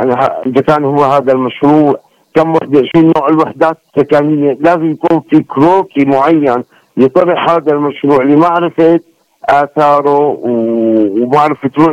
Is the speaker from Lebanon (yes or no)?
no; Syria